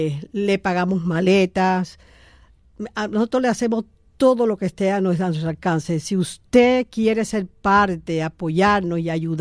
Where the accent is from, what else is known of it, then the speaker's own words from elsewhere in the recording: Cuba; now in United States; Yo soy cubana, llevo aquí 54 años, pero no me olvido de donde Dios me trajo en el año 71.